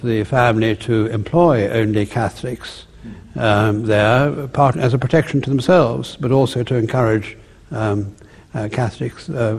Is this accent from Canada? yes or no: no; South Africa; born there; moved away; I was born in South Africa, remember?